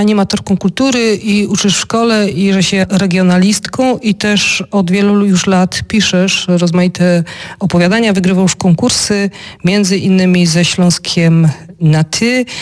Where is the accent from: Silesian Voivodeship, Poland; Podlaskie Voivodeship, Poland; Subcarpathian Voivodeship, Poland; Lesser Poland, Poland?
Silesian Voivodeship, Poland; accent: Silesian